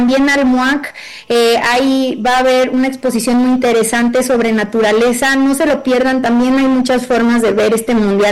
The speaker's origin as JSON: {"language": "Spanish", "country": "Mexico", "said": "a nosotros mismos como mexicanos"}